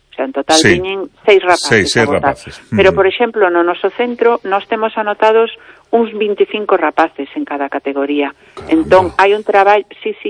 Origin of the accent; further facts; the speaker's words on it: Galicia, Spain; Somos galegos, ¿no? Calquera ocasión é boa para montar unha festa.